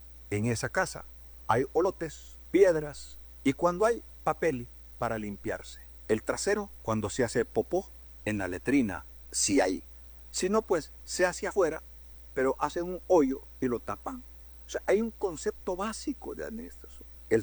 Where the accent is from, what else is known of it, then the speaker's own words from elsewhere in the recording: Honduras; En mi pueblo le decimos palo